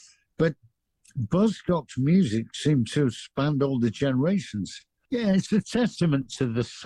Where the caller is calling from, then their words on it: London, United Kingdom; I'm speaking from London.